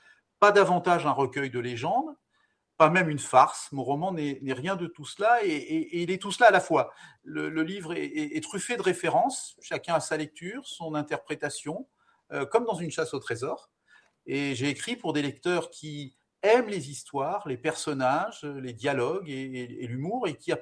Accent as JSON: {"language": "French", "town": "Paris", "region": "Île-de-France", "country": "France", "moved": "yes", "lives_now": "Var, France", "said": "je suis parisien d'origine et varois d'adoption."}